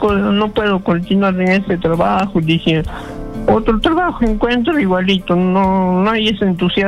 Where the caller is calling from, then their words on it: Huancayo, Junín, Peru; de Huancayo.